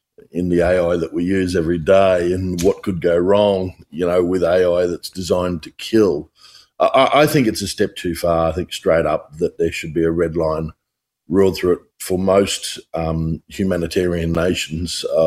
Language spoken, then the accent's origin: English; Australia; as an Australian